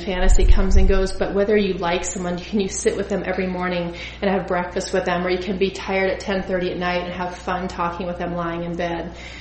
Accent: Georgia, United States; I grew up in Georgia

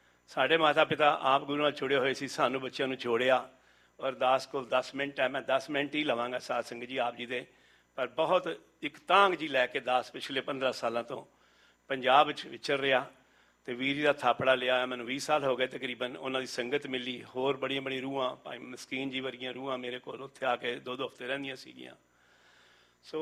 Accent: Delhi, India; moved away as an adult; now in England; ਅੱਤ ਦੀ ਗਰੀਬੀ, ਟੁੱਟੀ ਟੀਨਾ ਦੇ ਛੱਤ ਦੇ ਘਰੋਂ ਮੈਂ ਨਿਕਲਿਆ, 6 ਭੈਣ ਭਰਾ, ਦਾਦਾ ਦਾਦੀ, ਮੰਮੀ ਪਾਪਾ, ਪਰ ਦਿੱਲੀ ਦਾ ਜੰਮਪਲ

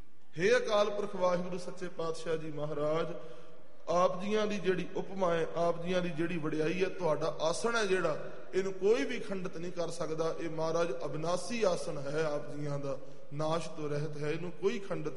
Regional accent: Punjab, India; moved away; ਜਿਵੇਂ ਅਸੀਂ ਜੰਮੇ ਪਲੇ ਪੰਜਾਬ ਦੇ ਹਾਂ, ਜਦੋਂ ਅਸੀਂ ਬਾਹਰ ਆਉਂਦੇ ਹਾਂ ਅਸੀਂ ਕਹਿੰਦੇ ਹਾਂ ਇਹ ਕੈਨੇਡਾ ਵਿਦੇਸ਼ ਗਿਆ ਹੋਇਆ

